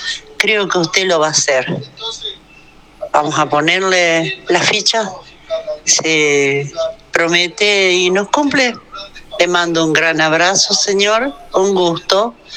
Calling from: Concordia, Entre Ríos, Argentina; del Capricornio. Nuestro barrio está muy abandonado. Le llamo Capricornio abandonado, olvidado.

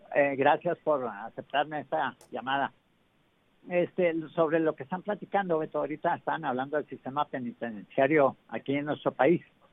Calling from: Mexico

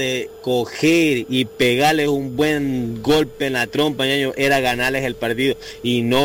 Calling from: Ecuador; los que realmente somos ecuatorianos

